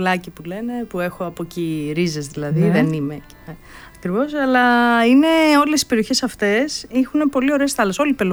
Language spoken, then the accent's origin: Greek; Patras, West Greece, Greece; moved away